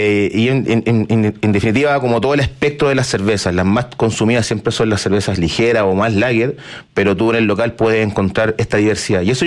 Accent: Concepción, Biobío, Chile; yo soy de Concepción, del sur, y allá también se toma harta malta con huevo.

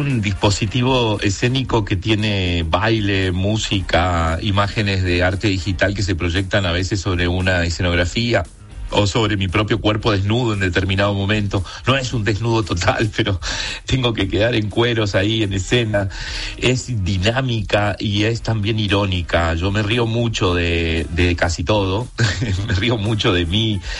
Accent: Buenos Aires, Argentina; en este caso soy un gay porteño argentino

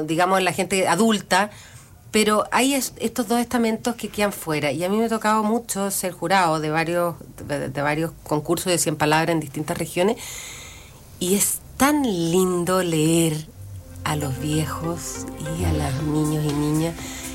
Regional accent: Chile; somos todos chilenos, pero no somos todos iguales.

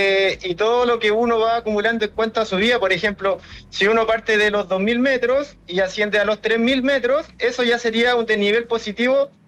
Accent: Chile; ya voy de regreso a Chile, que a pesar de que acá es un país hermoso, pero bien. Extraño mis raíces y ya voy de vuelta.

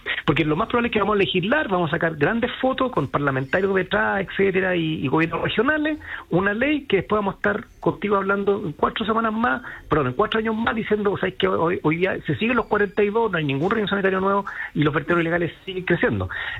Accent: Iquique, Tarapacá, Chile; y así nació, pues yo soy de Iquique, entonces obviamente esa ropa hay que sacarla

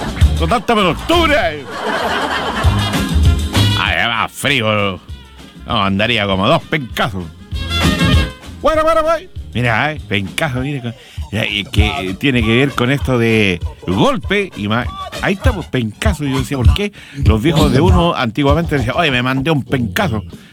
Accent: Concepción, Biobío, Chile; en vez de tener otro gentilicio, nos dicen penquistas y que somos acá de Concepción.

